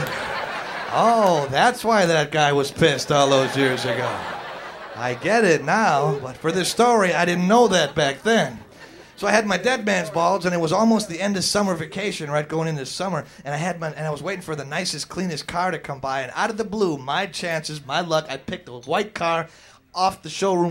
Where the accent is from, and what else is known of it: Wisconsin, United States; born or raised there